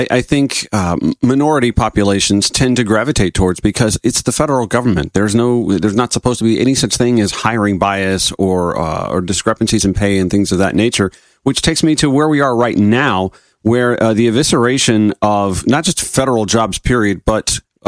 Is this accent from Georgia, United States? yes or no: yes; Grovetown, Georgia, United States; from my hometown of Grovetown, Georgia